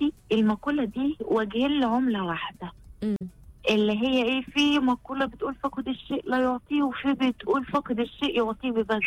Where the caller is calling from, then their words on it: Kafr El Sheikh Governorate, Egypt; انا من محافظه كفر الشيخ